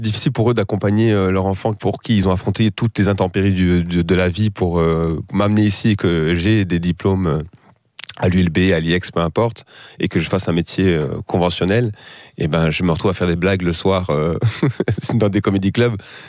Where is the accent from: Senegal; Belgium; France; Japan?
Belgium; Flanders; born there; also born or lived in Benin; Je suis en Belgique depuis 1999, voilà, et ça fait maintenant 26, 27 ans